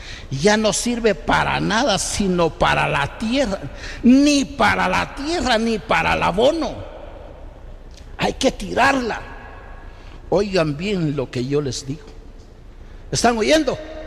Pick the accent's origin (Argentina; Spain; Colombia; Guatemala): Guatemala; Soy guatemalteco.